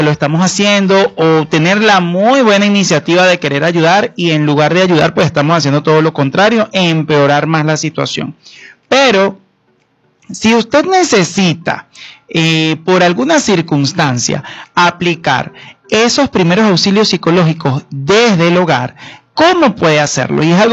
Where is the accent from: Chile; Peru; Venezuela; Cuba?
Venezuela